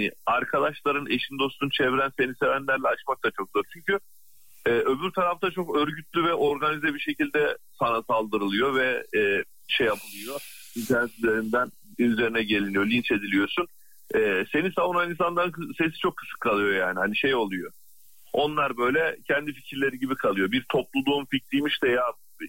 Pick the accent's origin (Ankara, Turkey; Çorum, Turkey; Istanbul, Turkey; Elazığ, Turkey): Çorum, Turkey; İskilip; Çorumlusum abi. Çorum İskilipliyim.